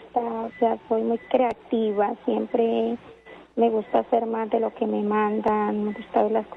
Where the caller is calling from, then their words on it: Barranquilla, Atlántico, Colombia; le hablo desde Barranquilla.